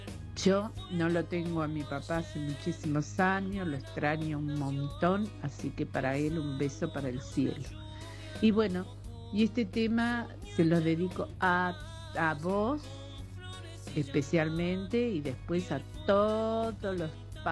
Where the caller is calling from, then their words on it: Pehuajó, Buenos Aires Province, Argentina; acá en Pehua está fresco, pero hay un sol muy lindo. Y acá en mi barrio se hace el acto del Día de la Bandera hoy. Yo vivo en Barrio Belgrano.